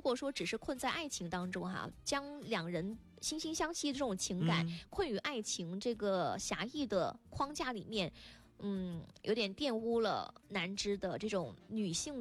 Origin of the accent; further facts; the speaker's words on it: Fangchenggang, Guangxi, China; accent: Baihua (Cantonese dialect); 我们防城港这边